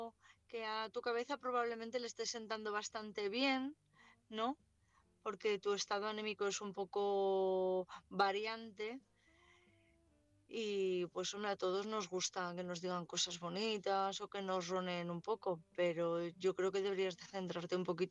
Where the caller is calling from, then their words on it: Cantabria, Spain; corresponsal de Cantabria.